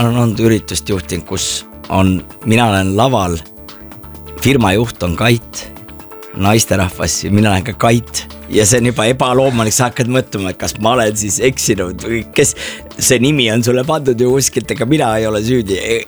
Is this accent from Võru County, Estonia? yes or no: yes; Võru, Võru County, Estonia; ma olen Võrust pärit, ma vabandan, et pole jõudnud, pole 1,5 aastat Võrus käinudki isegi.